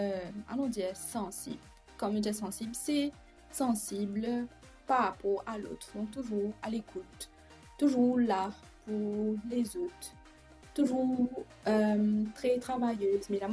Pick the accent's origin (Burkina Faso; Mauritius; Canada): Mauritius; Rodrigues; moved away as an adult; now in Quatre Bornes, Mauritius